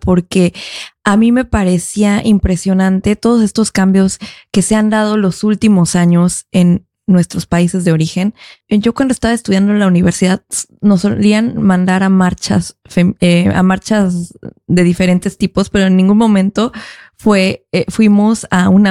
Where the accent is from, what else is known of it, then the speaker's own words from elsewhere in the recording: Mexico City, Mexico; Y yo vengo de Ciudad de México y Ciudad de México es una ciudad súper abierta